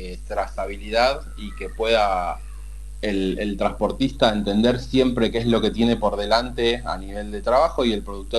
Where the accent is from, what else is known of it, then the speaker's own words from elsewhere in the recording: Buenos Aires, Argentina; De Capital Federal, así es.